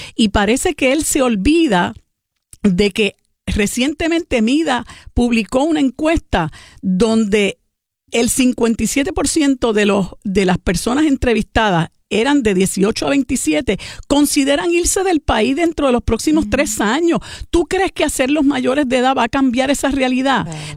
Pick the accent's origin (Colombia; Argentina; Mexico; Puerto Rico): Puerto Rico; Y porque nosotros como puertorriqueños, contrario a lo que él pretende forzar en el país, nosotros consideramos a los 18 años, a nuestros jóvenes, los consideramos como niños.